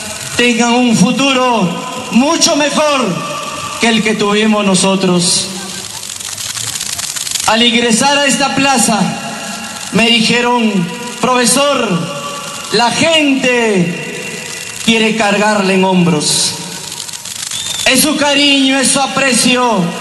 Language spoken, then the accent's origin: Spanish; Otuzco, La Libertad, Peru; moved away; hoy has permitido reencontrarme acá con mi pueblo, con mi provincia de Otuzco